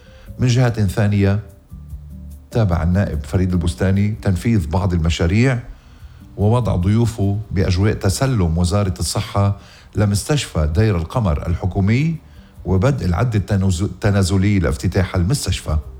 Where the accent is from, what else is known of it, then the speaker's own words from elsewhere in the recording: Lebanon; نحن لبنانية وبعدنا لبنانية وعلمنا لبناني